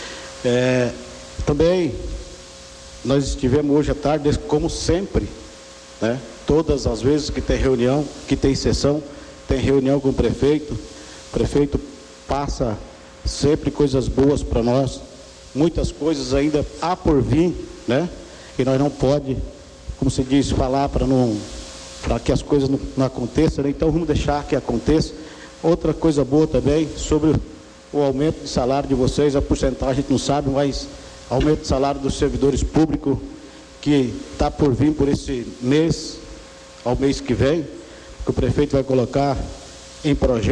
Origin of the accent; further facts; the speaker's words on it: Nova Canaã do Norte, Mato Grosso, Brazil; Eu tenho 9 anos, sou 9 anos mais velho do que Nova Canaã. Tenho 49 anos. Eu nasci em Nova Canaã. Então, a gente tem orgulho de ser um canaense, né? Nasci aqui. Quando eu nasci, Canaã nem existia, praticamente, né? Praticamente aí um ano. Então, eu sou filho de Nova Canaã